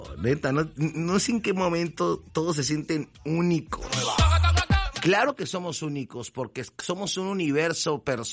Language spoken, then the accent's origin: Spanish; Mexico